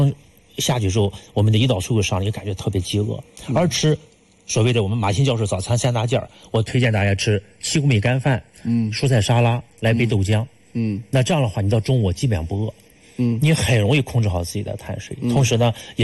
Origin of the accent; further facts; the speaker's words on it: China; 我们中国人